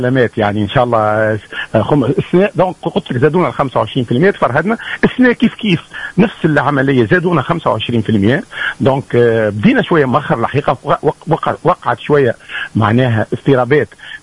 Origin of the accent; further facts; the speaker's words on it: Tunisia; احنا عندنا في تونس 9 مصانع